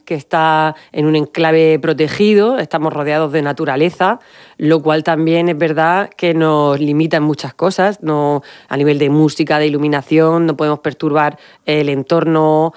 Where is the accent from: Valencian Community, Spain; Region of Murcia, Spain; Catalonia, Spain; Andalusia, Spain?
Region of Murcia, Spain; Águilas; moved away as an adult; also born or lived in Paris / London; now in Madrid, Spain; porque yo soy de Águilas.